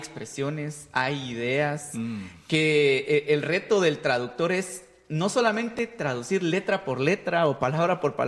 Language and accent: Spanish; Guatemala